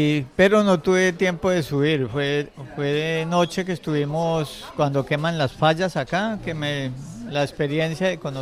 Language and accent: Spanish; Eje Cafetero, Colombia; De Colombia, Eje Cafetero.